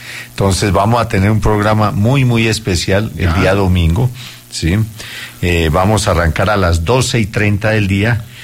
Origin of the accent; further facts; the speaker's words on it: Colombia; now in Ecuador; no soy solo colombiano, tengo doble nacionalidad, bueno, sí. También soy ecuatoriano.